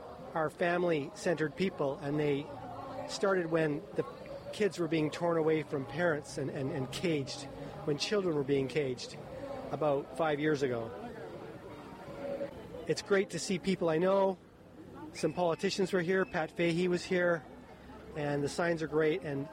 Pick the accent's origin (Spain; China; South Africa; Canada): Canada; now in United States; I'm Canadian, and I don't know why I'm in this belly of the beast country